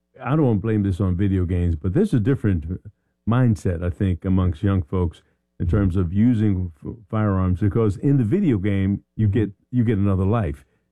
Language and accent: English; Philadelphia, Pennsylvania, United States; And I'm from Philly. We never have any trouble up in Philly.